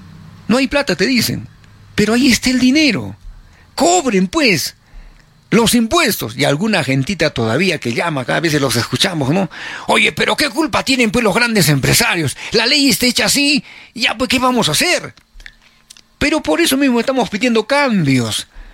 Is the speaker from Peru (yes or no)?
yes; Peru